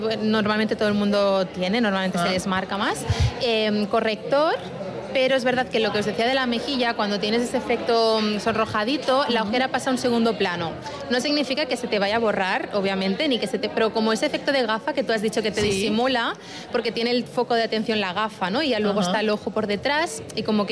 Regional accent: Mediterranean coast, Spain; yo soy del Mediterráneo, pero soy blanca, o sea, soy muy, muy pálida.

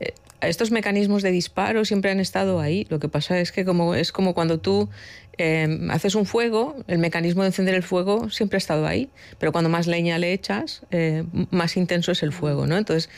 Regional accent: Valencia, Valencian Community, Spain; now in Basque Country, Spain; yo soy de Valencia

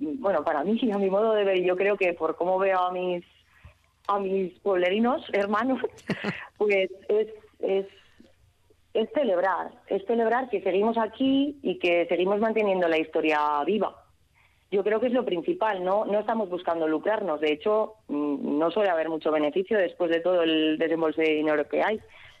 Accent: Labraza, Basque Country, Spain; Es mi pueblo

